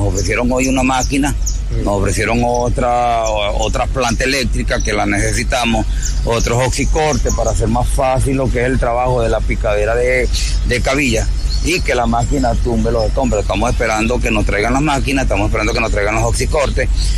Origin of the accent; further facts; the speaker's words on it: San Rafael de Onoto, Portuguesa, Venezuela; yo vengo de San Rafael de Onoto, estado Portuguesa